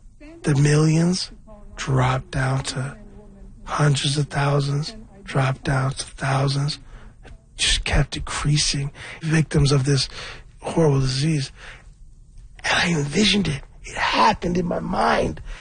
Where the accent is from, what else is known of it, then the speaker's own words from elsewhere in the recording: Scarborough, Ontario, Canada; I'm from Scarborough. I'm a rapper.